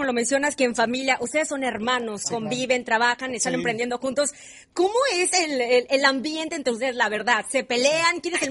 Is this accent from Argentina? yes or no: no; Ciudad Mante, Tamaulipas, Mexico; yo también soy de Ciudad Mante, Tamaulipas.